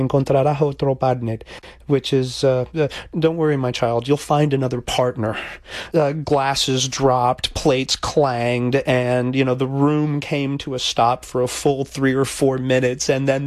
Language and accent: English; Miami, Florida, United States; Growing up in Miami, especially if you're Hispanic, you straddle two different cultures. You're as equally into … as you are